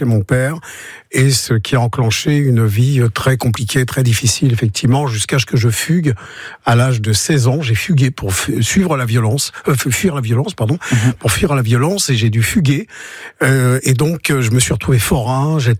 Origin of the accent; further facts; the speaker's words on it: Quarré-les-Tombes, Bourgogne-Franche-Comté, France; also born or lived in Paris; Je suis né à Paris, mais j'ai été élevé dans le Morvan, dans un petit village qui s'appelle Carré-les-Tombes.